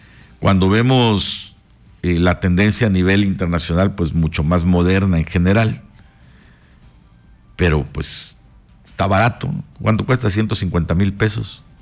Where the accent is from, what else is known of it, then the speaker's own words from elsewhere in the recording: Mexico; como hemos sido siempre los mexicanos